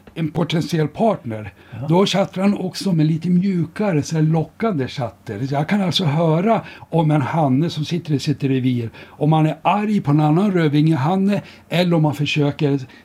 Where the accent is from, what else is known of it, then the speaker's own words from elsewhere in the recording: Surahammar, Västmanland County, Sweden; born there; also born or lived in Uppsala; Jo, jag är ju född i Surahammar och jag flyttade till Uppsala och började läsa biologin, så märkte jag att de sjunger helt annorlunda i Uppsala än i mina hemtrakter.